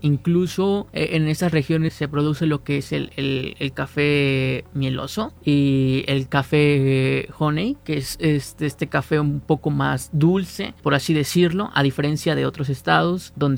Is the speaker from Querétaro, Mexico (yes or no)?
no; Huetla, Hidalgo, Mexico; soy del municipio de Huetla, Hidalgo, y como lo dijo la maestra, me dedico a lo que es la producción del café.